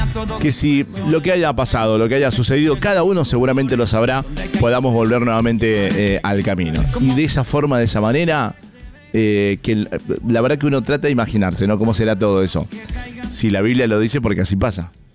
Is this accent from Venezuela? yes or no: no; Mendoza, Argentina; nosotros como mendocinos